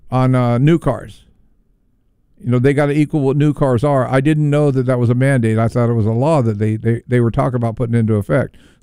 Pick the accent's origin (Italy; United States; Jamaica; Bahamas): United States; California; born there; my home state. I love California